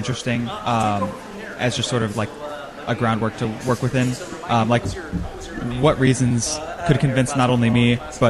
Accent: Allen, Texas, United States; I'm from Allen, Texas, yes.

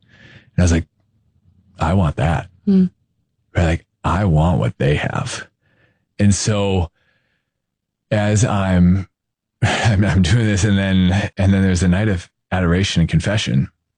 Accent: Minnesota, United States; I grew up in Minnesota. I'm from the Twin Cities area, kind of northwest suburbs of the Twin Cities. And just growing up, like as a family, we went to mass every week.

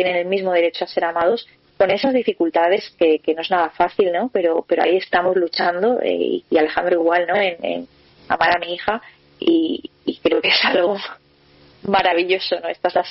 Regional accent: Valencia, Valencian Community, Spain; en un encuentro del que yo tenía en Madrid, yo soy de Valencia, y me fui a Madrid

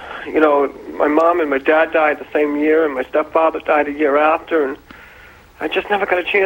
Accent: Boston, Massachusetts, United States; I'm from Boston.

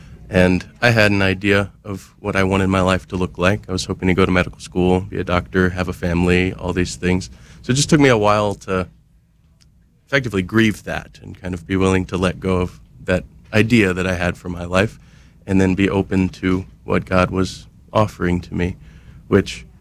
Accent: Louisiana, United States; So I joined the Southern Province Dominicans, which is, I'm from Louisiana, from the South. So it just seemed fitting.

